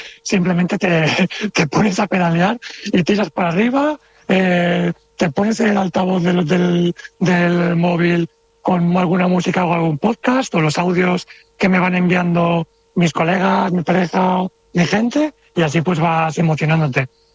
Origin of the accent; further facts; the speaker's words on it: Valencia, Valencian Community, Spain; yo soy de Valencia, nos conocemos desde mucho tiempo